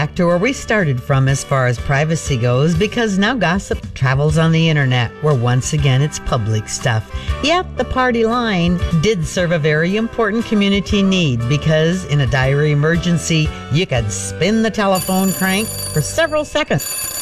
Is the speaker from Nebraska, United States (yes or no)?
yes; Crofton, Nebraska, United States; my hometown of Crofton, Nebraska.